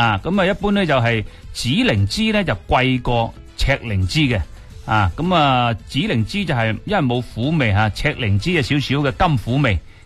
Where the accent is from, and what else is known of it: Guangdong, China